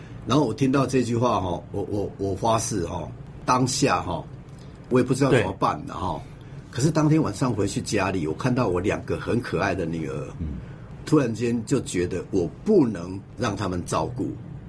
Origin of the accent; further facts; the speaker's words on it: Yilan County, Taiwan; 我们是宜兰人，乡下人，